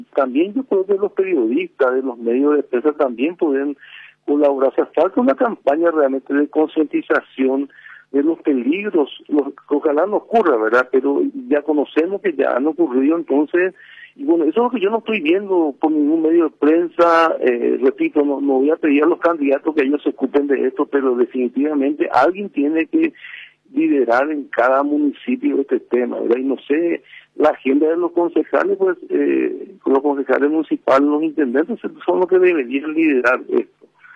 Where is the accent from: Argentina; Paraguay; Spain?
Paraguay; acá pues nosotros pues somos, los paraguayos somos muy folclóricos